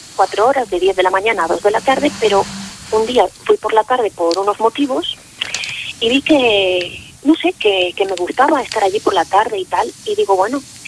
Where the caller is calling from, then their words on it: Vigo, Galicia, Spain; Os hablo desde Galicia, desde Vigo.